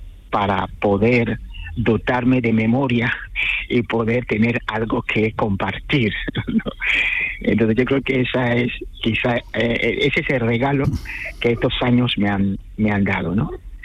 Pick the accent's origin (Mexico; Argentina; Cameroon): Cameroon; moved away as an adult; volver a Camerún y dedicarme un poco a la insonorización, a facilitar que la música fluya en mi ciudad natal